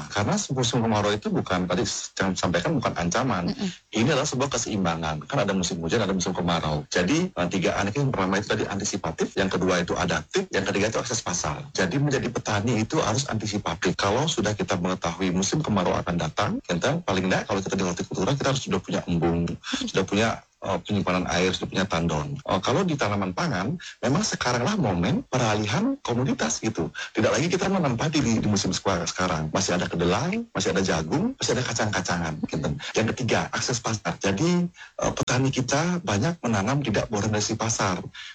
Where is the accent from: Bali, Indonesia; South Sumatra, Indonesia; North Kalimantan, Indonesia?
Bali, Indonesia; Bagaimana budaya itu menjadi fondasi kita sebagai orang Bali.